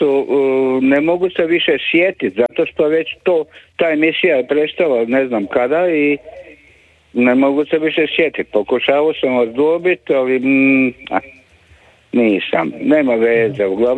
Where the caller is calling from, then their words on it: Josipovac, Osijek-Baranja County, Croatia; Ja sam iz Josipovca